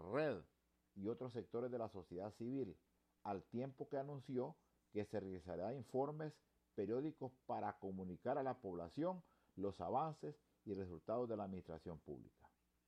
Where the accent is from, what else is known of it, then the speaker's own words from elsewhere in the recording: Honduras; nosotros debemos de exigir como pueblo hondureño que sean transparentes